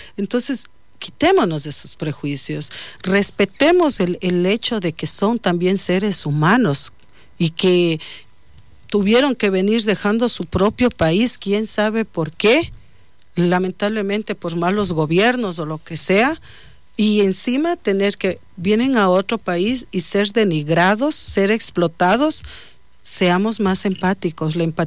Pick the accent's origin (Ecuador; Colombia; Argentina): Ecuador; como buenos ecuatorianos debemos saber los colores de nuestra bandera, nuestro himno, respetar, sí es verdad